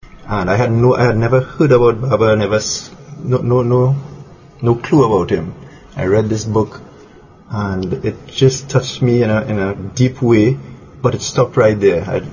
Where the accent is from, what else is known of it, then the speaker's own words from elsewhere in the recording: Trinidad & Tobago; Okay, so I'm from Trinidad